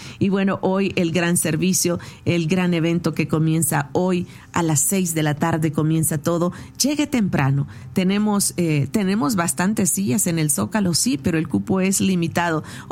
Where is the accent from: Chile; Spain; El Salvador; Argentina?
El Salvador; born or raised there